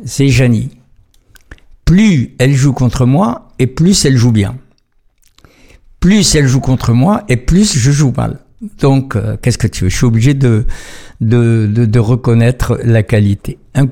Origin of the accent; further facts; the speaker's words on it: France; Je suis française et juive.